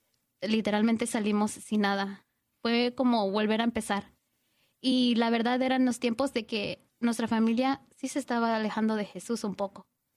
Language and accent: Spanish; Mexico; porque creo que yo la hice de chiquita en México.